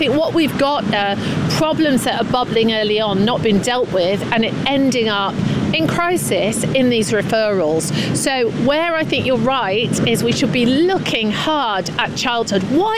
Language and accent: English; Scunthorpe, Yorkshire and the Humber, United Kingdom; I come from Scunthorpe. I want to see investment there. It was a great steel town